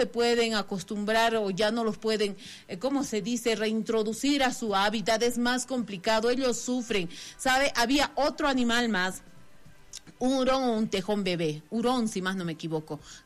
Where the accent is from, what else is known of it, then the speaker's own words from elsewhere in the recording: Potosí, Bolivia; siendo potosinos, acostumbrados al frío